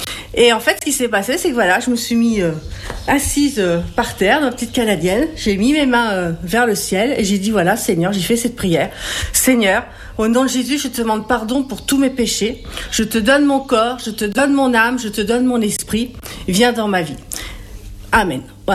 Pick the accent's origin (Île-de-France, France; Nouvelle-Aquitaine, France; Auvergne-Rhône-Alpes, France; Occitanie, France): Nouvelle-Aquitaine, France; Châtellerault; born there; now in Brittany, France; je suis née à Châtellerault dans la Vienne. Je suis mariée, j'ai deux belles filles et j'habite en Bretagne.